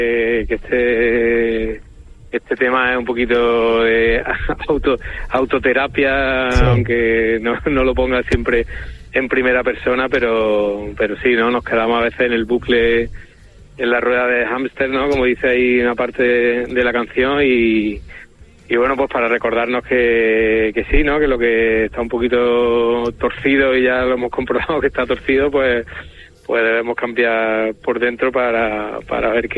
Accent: Córdoba, Andalusia, Spain; nosotros somos de Córdoba

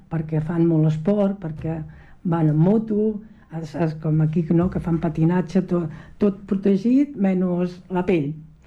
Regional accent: Mataró, Catalonia, Spain; Jo vaig néixer a Mataró

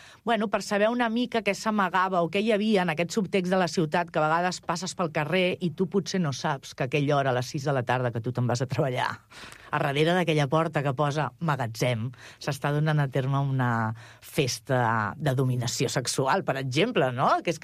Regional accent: Catalonia, Spain; jo sóc catalana i parlo la llengua català habitualment

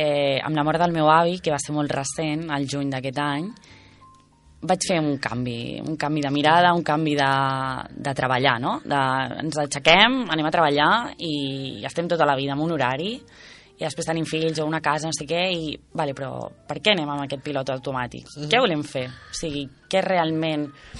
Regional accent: Sant Quirze del Vallès, Catalonia, Spain; Jo soc de les Fonts de Sant Quirze i realment no, allà a les Fonts és un barri molt petit.

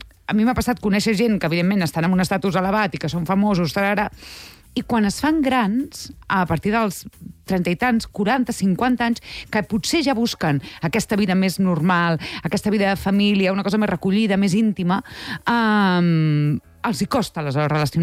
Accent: Catalonia, Spain; som molt catalans a casa

